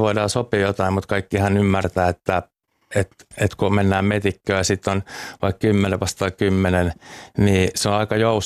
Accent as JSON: {"language": "Finnish", "region": "Uusimaa", "country": "Finland", "said": "Tuossa pääkaupunkiseudulta mä oon kotosin."}